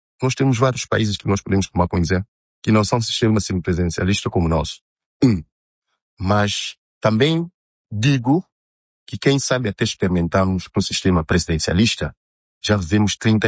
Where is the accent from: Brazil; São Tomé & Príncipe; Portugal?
São Tomé & Príncipe; Eu, enquanto santomense, eu, enquanto jovem